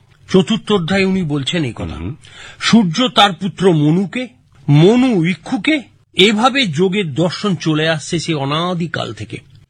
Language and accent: Bangla; India; আমরা এই ভারতীয়রা